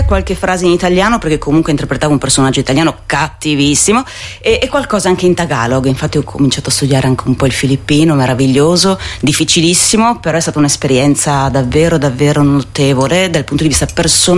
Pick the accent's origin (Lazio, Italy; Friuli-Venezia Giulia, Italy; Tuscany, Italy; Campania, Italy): Friuli-Venezia Giulia, Italy; Trieste; io sono triestina, sono orgogliosa anche di essere triestina, cioè se voglio qua a Trieste parlo così.